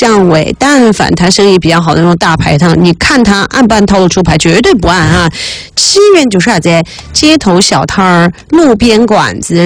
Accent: Sichuan, China; 我们四川人

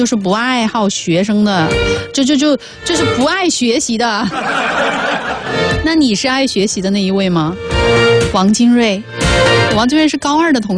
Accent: Sichuan, China; 我们四川人说的，你上课是在坐飞机哦。

